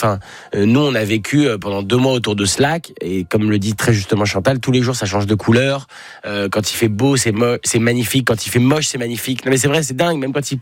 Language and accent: French; Paris, Île-de-France, France; Moi j'ai passé beaucoup de temps près de la Méditerranée, où évidemment j'ai grandi à Paris, donc vivre près de la Seine, ça a rien à voir.